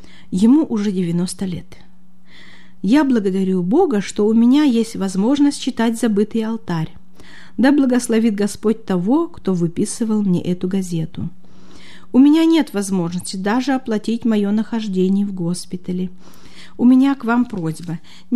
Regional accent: Karakol, Issyk-Kul Region, Kyrgyzstan; now in Hawaii, United States; Живем мы на Гавайях. Сами мы из бывшего Союза. Мой Женя из Узбекистана, с Ферганы. Я из Киргизии, из Пржевальска.

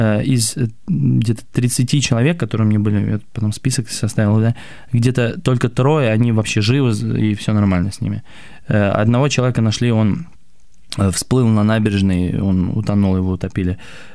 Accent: Yalta, Crimea, Ukraine; moved away; я просто все детство я провел в Ялте

